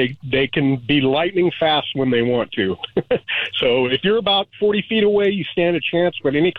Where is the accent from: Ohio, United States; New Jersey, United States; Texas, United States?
Texas, United States; I grew up in South Texas